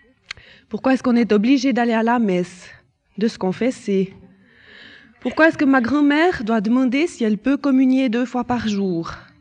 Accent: Lausanne, Vaud, Switzerland; born there

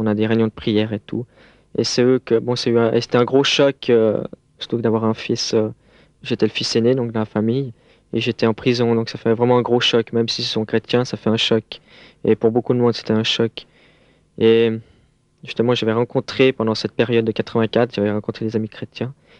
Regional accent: Geneva, Switzerland; Je suis né à Genève il y a 23 ans avec des copains, on a formé une bande et on a commencé à semer un peu le désordre un peu partout dans la ville de Genève.

